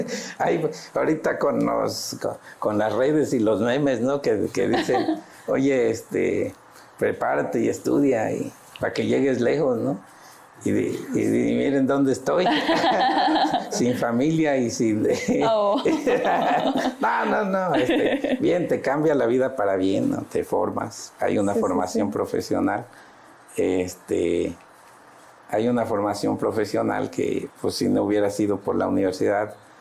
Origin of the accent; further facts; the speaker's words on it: Veracruz, Mexico; soy de Veracruz